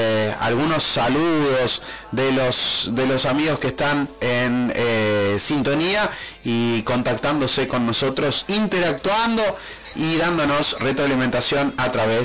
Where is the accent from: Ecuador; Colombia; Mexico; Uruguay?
Uruguay; yo no soy español, yo soy charrúa, indio, acá de la frontera. Gaullo, en todo caso.